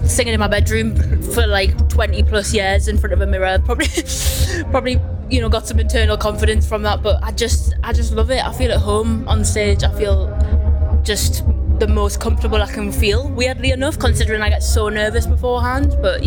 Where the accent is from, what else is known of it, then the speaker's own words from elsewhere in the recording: Whitley Bay, North East England, United Kingdom; I grew up on Whitley Bay